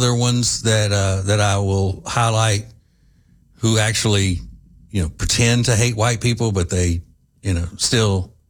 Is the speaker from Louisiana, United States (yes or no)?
yes; Louisiana, United States; the town I grew up in Louisiana was not diverse at all. It was 50% black, 50% white.